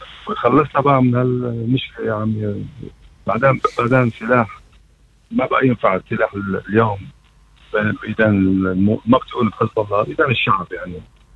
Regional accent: Lebanon; also born or lived in Syria; now in Broadmeadows, Australia; أنا أولا خلقان بلبنان. أنا سوري خلقان بلبنان، وبيي إجا على لبنان من 90 سنة تقريبا، وكان يشتغل بالتجارة على خط سوريا لبنان.

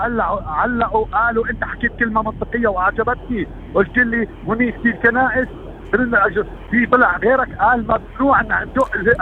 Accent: Jordan; also born or lived in Palestine; انا من الاردن ومن فلسطين

